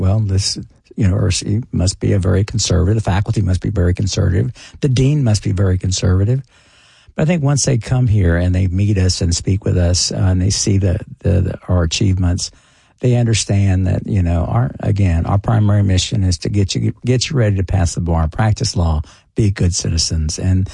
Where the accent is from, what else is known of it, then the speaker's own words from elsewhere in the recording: Houston, Texas, United States; moved away as an adult; also born or lived in Austin / Washington, D.C.; now in Nashville, United States; It's small. Grew up in Houston, and we lived in Austin for a lump and Washington, D.C. for some period of time.